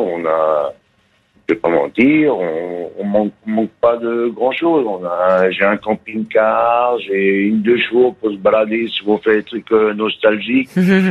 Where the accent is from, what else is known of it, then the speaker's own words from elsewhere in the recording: Pays de la Loire, France; Bon, je suis de Loire-Atlantique.